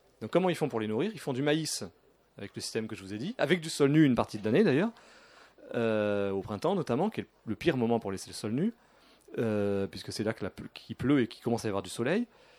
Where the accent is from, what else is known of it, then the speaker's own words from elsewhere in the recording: Brittany, France; Ça peut être aussi, par exemple, chez moi en Bretagne, les éleveurs laitiers qui sont dans un système dit intensif.